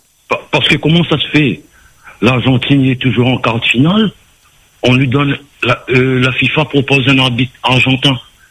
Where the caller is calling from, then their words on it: France; je suis français